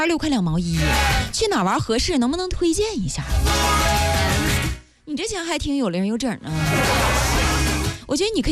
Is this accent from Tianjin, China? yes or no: no; Hebei, China; 我的家乡在河北啊